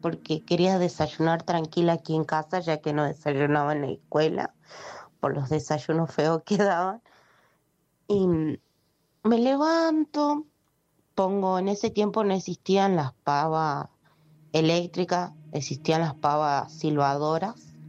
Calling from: Salta, Argentina; Soy de Salta Capital, te cuento.

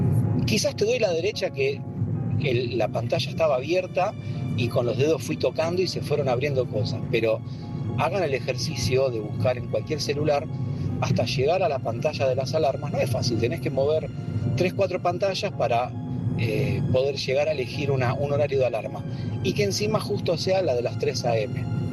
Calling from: Buenos Aires, Argentina; de Parque Chacabuco.

